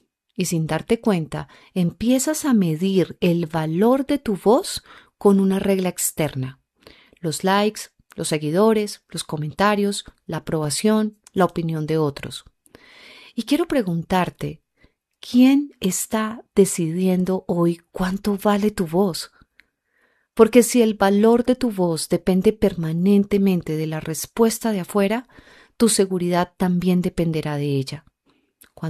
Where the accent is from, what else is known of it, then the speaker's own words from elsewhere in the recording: Medellín, Antioquia, Colombia; moved away; acabo de regresar de Medellín, Colombia, mi tierra natal